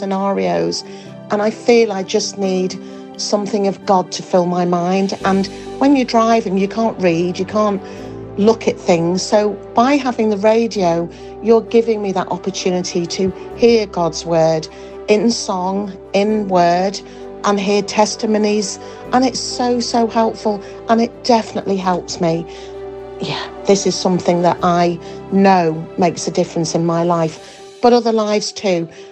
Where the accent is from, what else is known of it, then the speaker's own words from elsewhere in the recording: Leeds, Yorkshire and the Humber, United Kingdom; from Leeds. I work with very vulnerable and damaged people